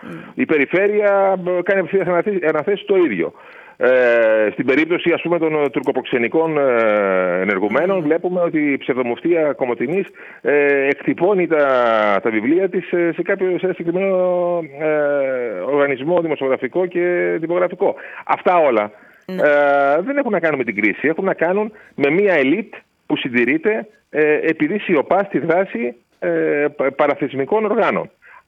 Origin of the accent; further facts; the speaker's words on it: Greece; αλλά ως Έλληνας πολίτης και ως Έλληνας δημοσιογράφος